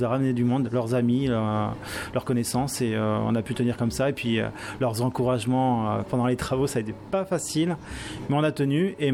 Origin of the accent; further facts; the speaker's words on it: Normandy, France; Alors moi, je suis normand et j'ai beaucoup voyagé.